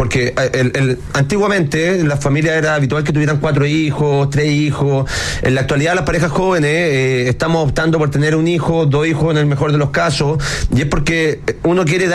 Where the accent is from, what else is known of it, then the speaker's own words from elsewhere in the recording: Valparaíso, Chile; now in Santiago, Chile; yo soy de la Quinta Región, llegué a Santiago, no tengo familia en Santiago, toda mi familia y redes de apoyo están en la Quinta Región